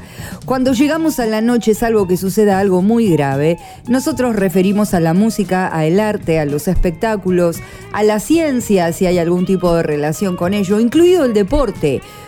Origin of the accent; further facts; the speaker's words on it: Buenos Aires, Argentina; siendo porteña, nosotros decimos la S, la C y la Z como S.